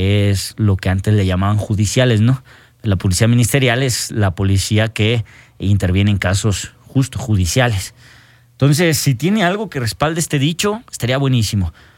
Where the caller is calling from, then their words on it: La Concepción, Mexico; Soy de la Concepción, de la comunidad de La Concepción.